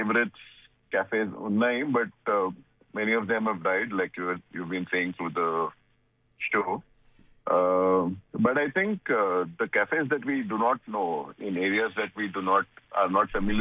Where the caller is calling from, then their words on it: Hyderabad, Telangana, India; I'm a journalist. I'm calling from Begumpet.